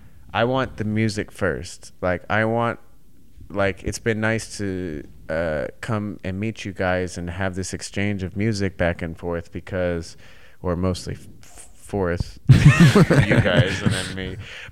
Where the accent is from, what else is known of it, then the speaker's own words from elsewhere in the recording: Scottsdale, Arizona, United States; now in New York, United States; I grew up in Scottsdale.